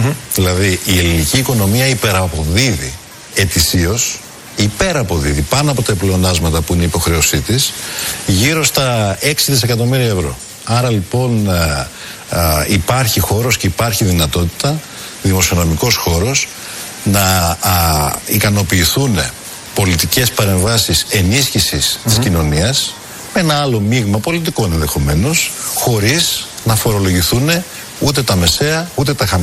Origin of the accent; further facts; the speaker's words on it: Macedonia, Greece; δεν έχω να πω τίποτα για τον άνθρωπο, αλλά ως Μακεδόνας, από τη στιγμή που πρόδωσε τη Μακεδονία, μου είναι απεχθής.